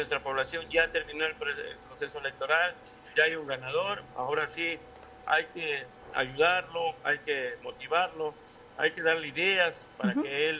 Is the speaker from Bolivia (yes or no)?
no; Tucumán, Argentina; Muchas gracias a mi pueblo de Tucumán y a todos mis caseríos.